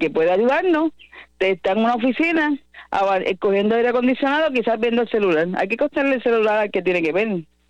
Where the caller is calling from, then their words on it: San Germán, Puerto Rico; yo soy de San Germán y vivo orgulloso. Y vivo orgullosa